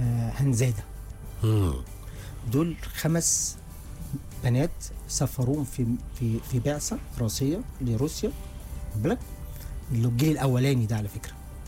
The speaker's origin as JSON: {"language": "Arabic", "country": "Egypt", "said": "هيقولوا بقى احنا منحازين عشان احنا مصريين"}